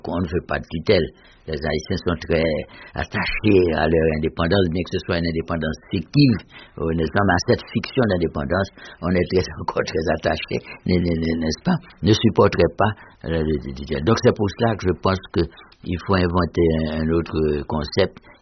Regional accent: Haiti; moved away; après mon récent voyage en Haïti, j'étais resté près de 45 ans sans y retourner. Dans ma ville natale, ça faisait 60 ans

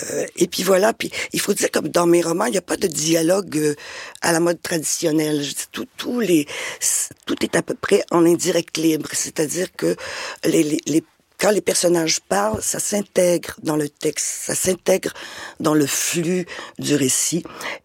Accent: Quebec, Canada; chez nous, au Québec

